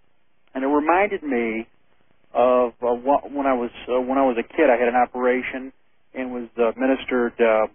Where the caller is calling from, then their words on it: St. Louis, Missouri, United States; from St. Louis.